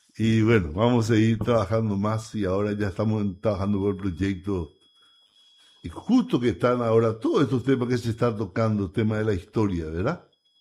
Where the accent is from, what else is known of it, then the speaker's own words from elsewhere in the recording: Paraguay; que hablamos los paraguayos, el todo que tenemos los paraguayos, el yopará que usamos los paraguayos